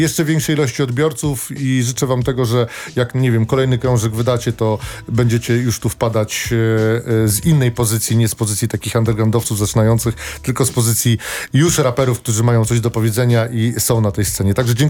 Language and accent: Polish; Warsaw, Masovian Voivodeship, Poland; Dla mnie Mokotów w sercu